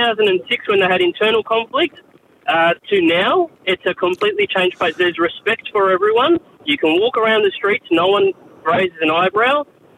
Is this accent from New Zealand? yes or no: no; Timor-Leste; I'm originally from East Timor, which has had its fair share of quote-unquote tough times.